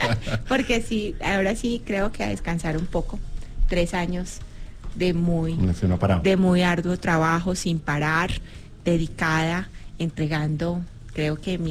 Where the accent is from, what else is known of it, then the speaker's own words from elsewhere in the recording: Yacopí, Cundinamarca, Colombia; Y en este transitar de mi vida, crecí en Yacopí, Cundinamarca, que también queda a 6 horas